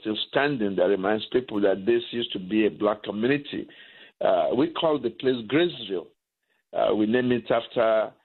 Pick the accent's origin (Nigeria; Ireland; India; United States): Nigeria; moved away; I come from Nigeria, that used to be called the Slave Coast.